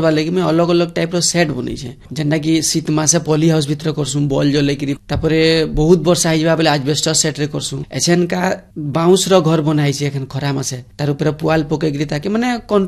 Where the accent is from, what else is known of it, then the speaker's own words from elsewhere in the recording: Odisha, India; ଯେନ୍ତାକି ମୋର ଗାଁଟା ହୀରାକୁଦ ଡ୍ୟାମ୍ର ବ୍ୟାକ୍ ୱାଟର୍ରେ ଅଛେ